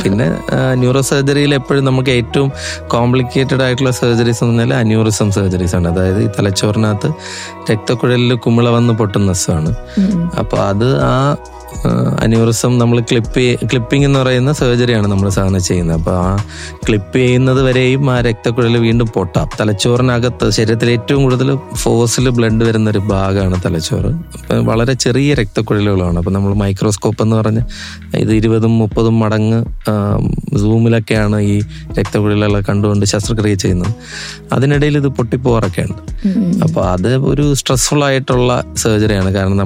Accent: Thiruvananthapuram, Kerala, India; ഞാനൊരു തിരുവനന്തപുരത്തുകാരനാണ്.

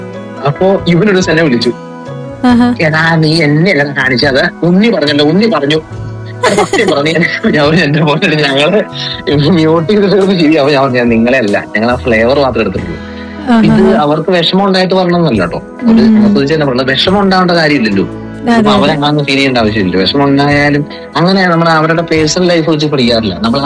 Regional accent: Thommankuthu, Kerala, India; born there; എന്റെ നാട്ടിൽ എന്റെ മമ്മിയുടെ വീടിനടുത്ത് തൊമ്മങ്കുത്തിൽ എന്റെ മമ്മിയുടെ വീട്

